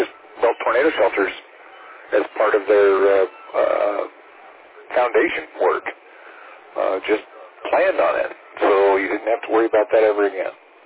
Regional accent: Washington, United States; Now, I was raised in Washington State. I actually used to, basically was a hellion where Microsoft main campus is now. It was just a mile away from where I was raised.

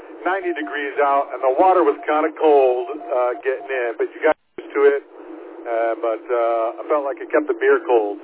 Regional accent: Riverside, California, United States; I'm from Riverside, so I like our sheriff as well.

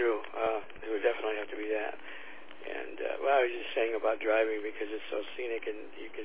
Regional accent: Texas, United States; born there; moved away; Well, I was born in Texas. I have a lot of folks there, so we do go there, and then I've been up towards Colorado and whatnot.

